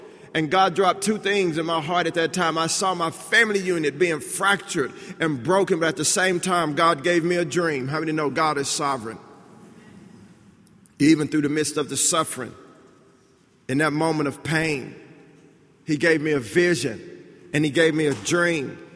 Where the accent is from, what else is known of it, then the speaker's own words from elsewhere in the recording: Texas, United States; I'm from Texas.